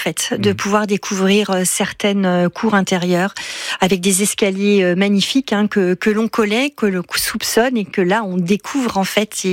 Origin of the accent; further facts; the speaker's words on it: Besançon, Bourgogne-Franche-Comté, France; je suis byzantine, je suis née à Besançon, c'est ma ville de cœur